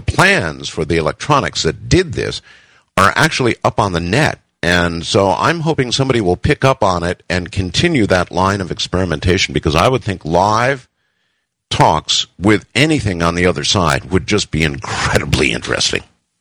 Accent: United States; moved away as an adult; now in Luzon, Philippines; I remain an American citizen.

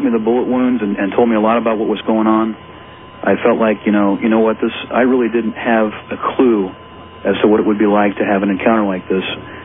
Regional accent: Indiana, United States; I left Microsoft at the end of 1998, went back to my hometown here in Indiana

